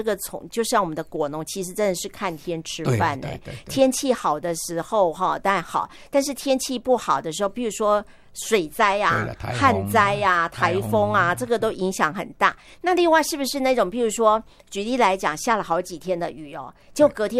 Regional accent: Taiwan

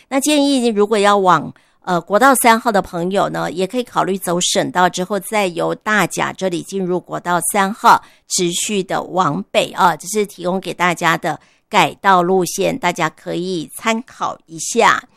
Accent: Tainan, Taiwan; moved away; 我是台南人，这个很喜欢吃芒果，我们家非常爱吃芒果，

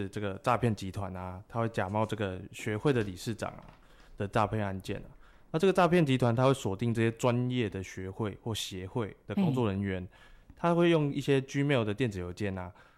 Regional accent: Taitung County, Taiwan; 我是台东人。

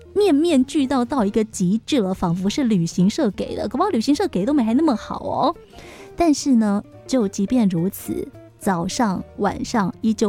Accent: Taiwan; 身为台湾人好像真的有一些就是异于常人的地方，

